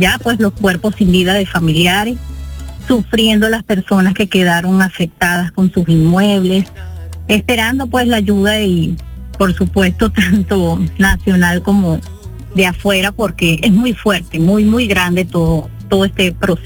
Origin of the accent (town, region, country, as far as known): Venezuela